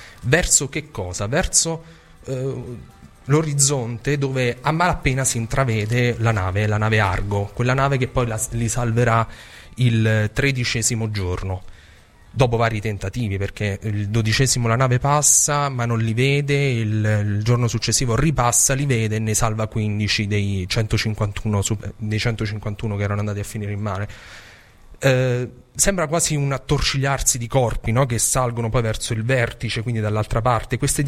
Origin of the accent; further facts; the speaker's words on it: Abruzzo, Italy; Io sono abruzzese